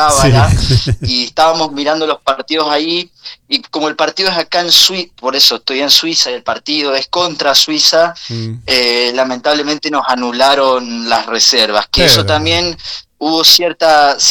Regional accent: Argentina; moved away as an adult; now in Lausanne, Switzerland; somos muchos argentinos acá, sí, sí. Somos alrededor de 178, casi 200 argentinos.

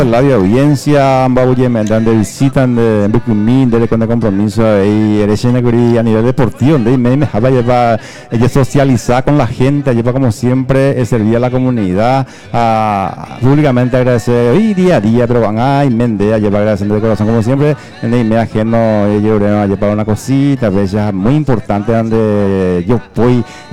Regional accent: Paraguay; Sí, 14 y 15 de mayo, el día de la independencia nacional, como buen paraguayo.

